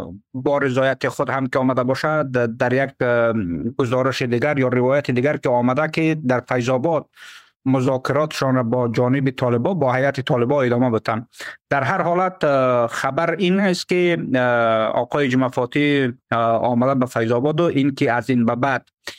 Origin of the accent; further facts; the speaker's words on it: Badakhshan, Afghanistan; اما ما که از بدخشان هستم و به اصطلاح با مردم در تماس هستم